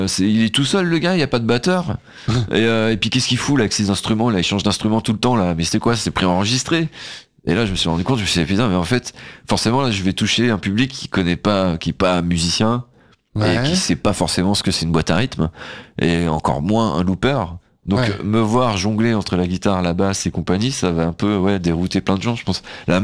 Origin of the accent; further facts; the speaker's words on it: Brittany, France; also born or lived in Seine-Saint-Denis; Je suis breton, ouais.